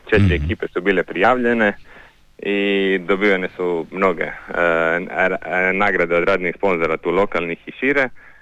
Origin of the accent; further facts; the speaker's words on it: Primorje-Gorski Kotar County, Croatia; Od nas 10 lokalnih iz Cresa i iz Lošinja